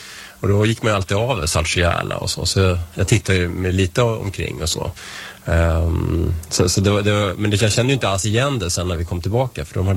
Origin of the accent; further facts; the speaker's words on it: Vällingby, Stockholm County, Sweden; also born or lived in Strängnäs; now in Nacka, Sweden; Jag kommer ju inte härifrån. Jag kom från Vällingby från början och sen har jag bott i stan och jag har bott i Strängnäs då, som sagt.